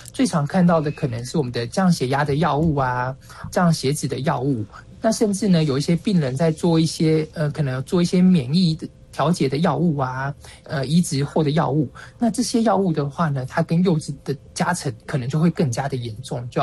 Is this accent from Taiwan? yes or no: yes; Taiwan